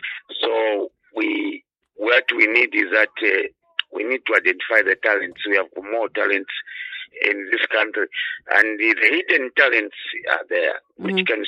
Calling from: Central Province, Zambia; I'm a Zambian. I'm calling in Osaka.

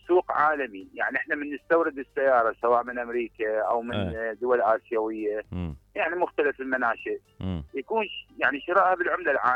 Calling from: Baghdad, Baghdad Governorate, Iraq; من بغداد.

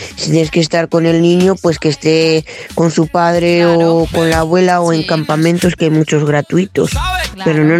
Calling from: Madrid, Community of Madrid, Spain; Hola, buenos días, Silvia … de Madrid.

